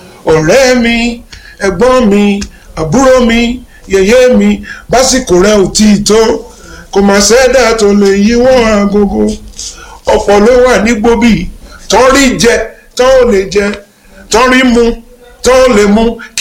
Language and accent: English; Nigeria; moved away as an adult; also born or lived in France; now in England; I'm a Bekuta Negro. Because I'm from Nigeria, I'm not American Negro.